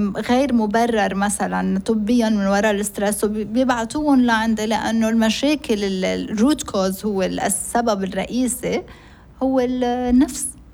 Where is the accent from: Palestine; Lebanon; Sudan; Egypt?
Lebanon; accent: Lebanese Arabic; first language Arabic; كبرنا بنحكي لبناني العربي، كيف كل واحد حتى بلبنان كل واحد بيحكي حسب منطقته،